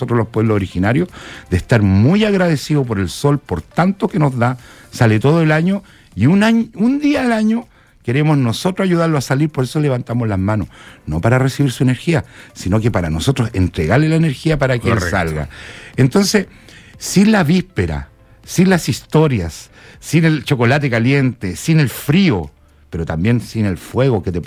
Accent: Tarapacá, Chile; ese afecto que tenemos los guarinos con toda la región

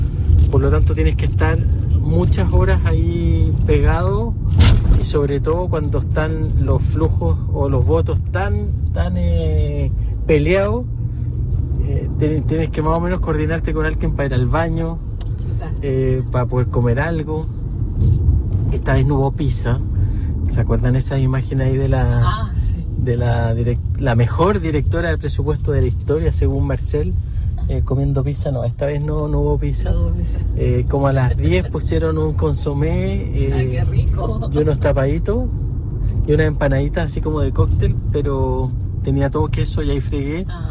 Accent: Tarapacá, Chile; yo soy de Tarapacá

